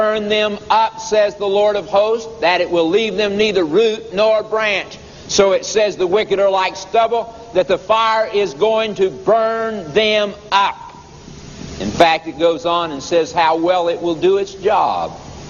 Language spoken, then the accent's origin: English; Oklahoma, United States; Boy, I was raised in Oklahoma.